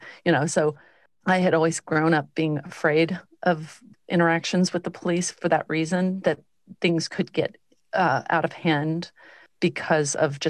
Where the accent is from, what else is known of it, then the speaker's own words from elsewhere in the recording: Texas, United States; growing up in Texas